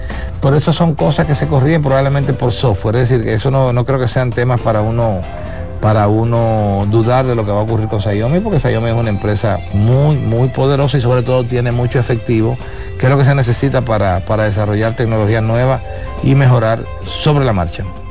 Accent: Dominican Republic; nosotros como República Dominicana

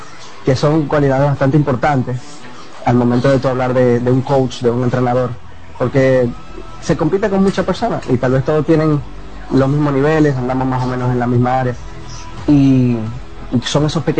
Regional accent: Concepción de La Vega, La Vega, Dominican Republic; moved away; Yo soy originalmente de La Vega, Concepción de La Vega

